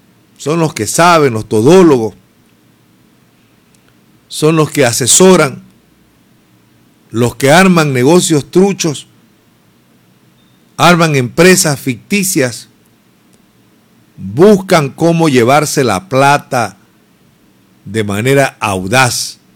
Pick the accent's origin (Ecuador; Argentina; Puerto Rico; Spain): Ecuador